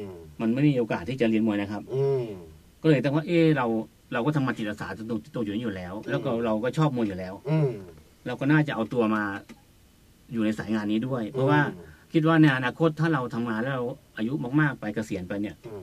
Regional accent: Surin, Thailand; moved away; ผมเป็นคนต่างจังหวัดที่มีพื้นฐานที่ต้องบอกแล้วว่าผมเป็นคนจังหวัดสุรินทร

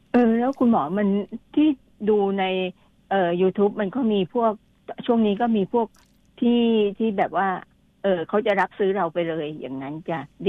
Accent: Bangkok, Thailand; born there; 8โมงค่ะที่กรุงเทพค่ะ

